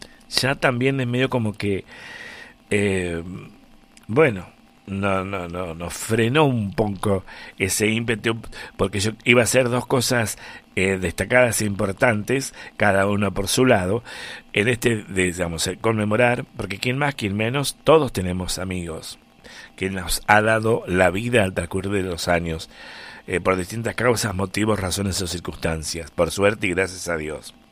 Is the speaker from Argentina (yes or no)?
yes; Argentina; si nos pasa a nosotros como argentinos